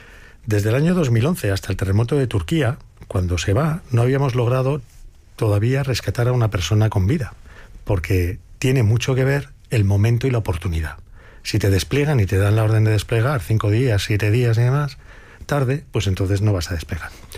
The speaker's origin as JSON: {"language": "Spanish", "country": "Spain", "said": "o como somos los españoles, es que somos empáticos por naturaleza."}